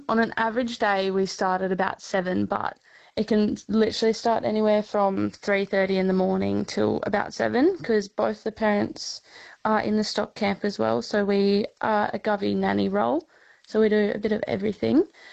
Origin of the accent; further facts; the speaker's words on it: Orange, New South Wales, Australia; now in Northern Territory, Australia; I'm originally from Orange in New South Wales.